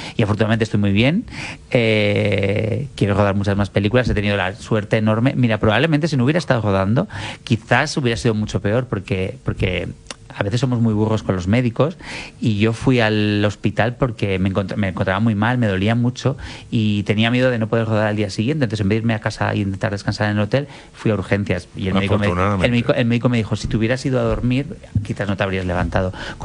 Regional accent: Pamplona, Navarre, Spain; born or raised there; now in Madrid, Spain

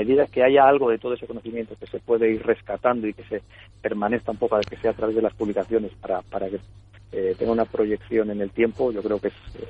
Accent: Cubillo de Castrejón, Castile and León, Spain; Yo soy de Cubillo Castrejón

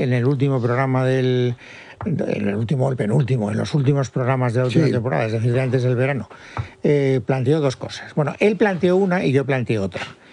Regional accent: Castellón, Valencian Community, Spain; Es que como vengo de Castellón, todavía mentalidad Ibercaja. Levantina.

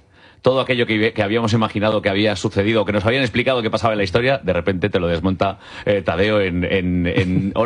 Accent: Castellón, Valencian Community, Spain; además era como decimos en mi tierra, en Castellón, estaba muy entusiasmado.

